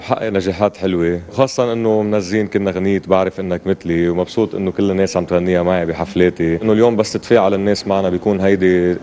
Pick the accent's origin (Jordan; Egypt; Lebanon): Lebanon; Damour, Mount Lebanon; ضيعتي بالضمور